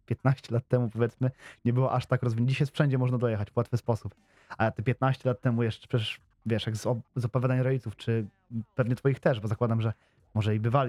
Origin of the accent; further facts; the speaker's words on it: Piaseczno, Masovian Voivodeship, Poland; Bo jestem z okolic południowej, z części Warszawy Piaseczne, także bardziej tam w kierunku Grójca